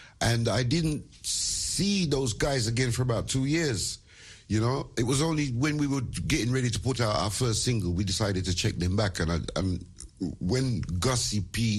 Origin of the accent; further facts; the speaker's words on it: London, United Kingdom; because I come from East London